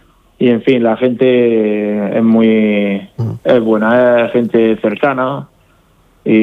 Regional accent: Algezares, Region of Murcia, Spain; Pues porque estamos en hombre, yo soy de Algezares y también se vive bien, ¿eh?

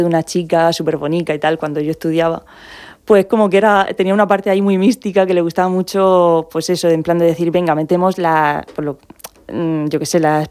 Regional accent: Molina de Segura, Region of Murcia, Spain; yo soy de aquí, yo soy

